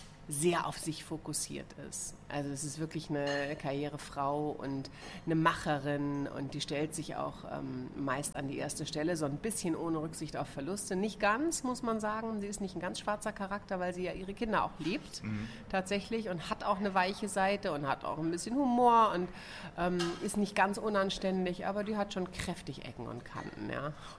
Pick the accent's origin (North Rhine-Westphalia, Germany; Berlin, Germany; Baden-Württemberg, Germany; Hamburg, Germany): Hamburg, Germany; born there; now in Munich, Germany; ich bin Wahlmünchnerin, gebürtige Hamburgerin